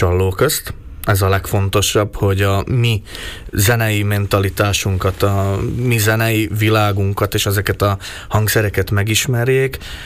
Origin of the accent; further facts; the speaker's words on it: Šamorín, Trnava Region, Slovakia; én 6 éve játszottam utoljára a saját szülővárosomba. Tehát 6 év távlatába hamarabb hívtak el Portugáliába, mint Somorjára.